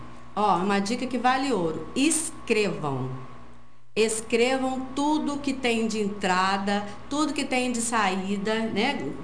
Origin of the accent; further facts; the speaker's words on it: Formoso, Brazil; eu sou da zona rural, para quem não sabe, né? Sou de Formoso. E eu cresci vendo a minha avó fazer isso.